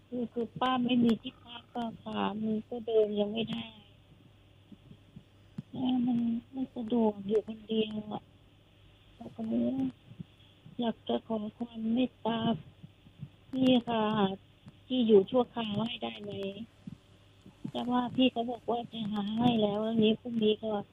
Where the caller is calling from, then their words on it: Bangkok, Thailand; อยู่กรุงเทพ